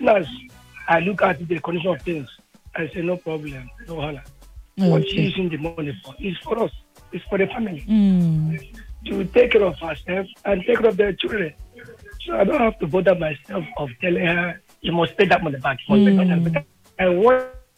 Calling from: Olodi, Lagos, Nigeria; I'm calling from Olodi.

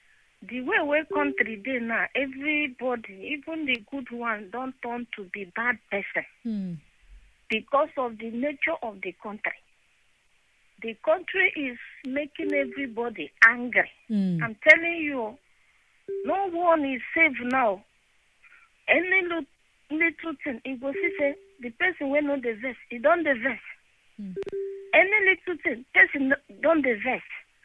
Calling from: Ikorodu, Lagos, Nigeria; I'm calling from Ikrodu.

